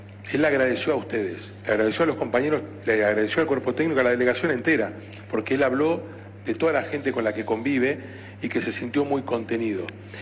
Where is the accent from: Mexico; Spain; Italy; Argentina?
Argentina; Somos así los argentinos.